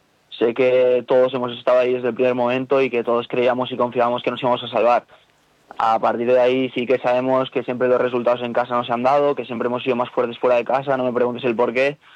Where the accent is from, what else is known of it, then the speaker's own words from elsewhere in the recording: El Vendrell, Catalonia, Spain; moved away as an adult; now in Alcoy, Spain; Yo vengo de Cataluña, del Vendrell.